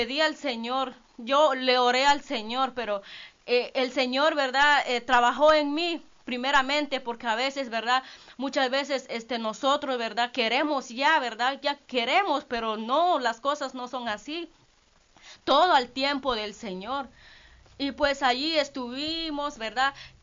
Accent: Baja Verapaz, Guatemala; en la iglesia del Nazareno, de allá, ¿verdad?, donde nací, allá por Baja Verapaz. Entonces, hermanos, pero ahí en ese tiempo yo crecí

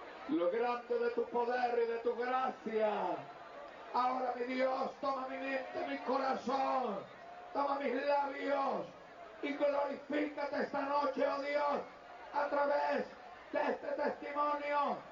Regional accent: Altagracia de Orituco, Guárico, Venezuela; A la edad de 14 años, en mi pueblo natal, la ciudad de Altagracia de Olituco, en el estado Guárico

